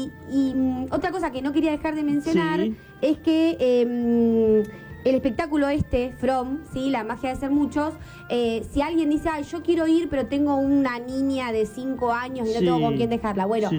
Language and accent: Spanish; Tandil, Buenos Aires Province, Argentina; nosotros que somos de Tandil